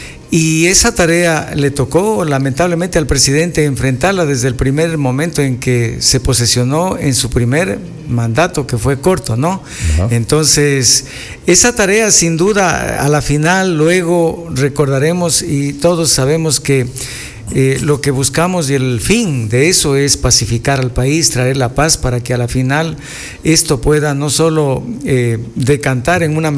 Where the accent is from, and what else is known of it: Ecuador